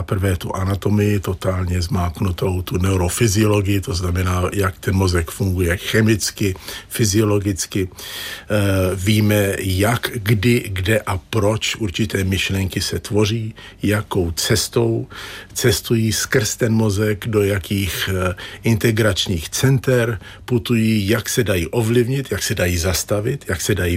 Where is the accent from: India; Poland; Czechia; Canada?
India; moved away; also born or lived in United States; No, když jsem byl malý, tak jsem vyrůstal v Indii